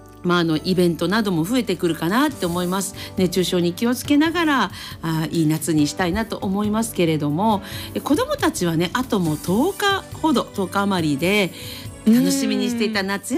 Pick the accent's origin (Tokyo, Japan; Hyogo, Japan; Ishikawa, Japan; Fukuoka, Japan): Ishikawa, Japan; Kanazawa; born there; 私はあの金沢生まれだったので